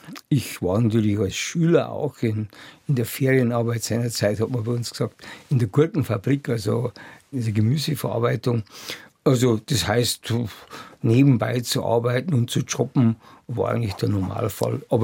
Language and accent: German; Bavaria, Germany; moved away as an adult; now in Munich, Germany; dass ich dann also in München hier so als Niederbayer mehr oder weniger als rückständig eingruppiert wurde.